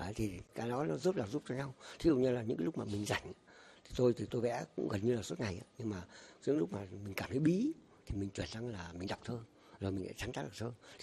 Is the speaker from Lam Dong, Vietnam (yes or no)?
yes; Da Lat, Lam Dong, Vietnam; nhưng tiêu chung mình là người Đà Lạt.